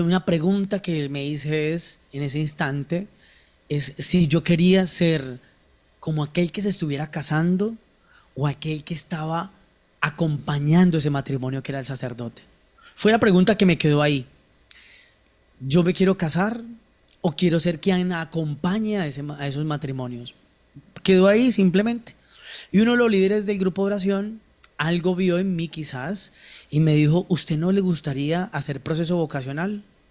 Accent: Bogotá, Colombia; accent: medio acento paisa; Yo soy de la ciudad de Bogotá, vengo de familia huilense, pero nací, crecí, me eduqué todo en Bogotá.

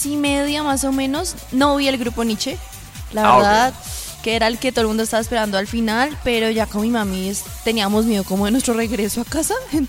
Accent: Colombia; Es una excusa para unirnos más como colombianos.

